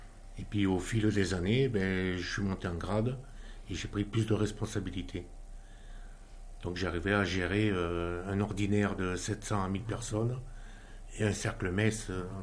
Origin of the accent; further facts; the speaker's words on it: Provence-Alpes-Côte d'Azur, France; now in Tarbes, France; Moi, je suis de Provence, donc en Provence, c'est vrai, on entendait parler de Lourdes.